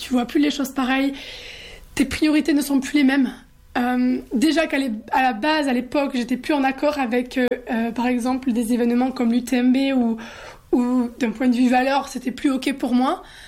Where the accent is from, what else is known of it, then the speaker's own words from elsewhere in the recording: Luz-Saint-Sauveur, Occitanie, France; now in Beaucens, France; C'est là où j'ai grandi, c'est là où je suis née, c'est là où j'ai mes copains d'enfance, c'est là où j'ai envie de finir ma vie, me poser